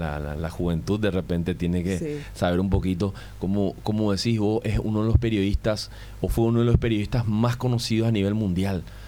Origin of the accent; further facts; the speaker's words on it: Paraguay; somos artistas paraguayos, hemos llevado la bandera de nuestro país siempre en alto.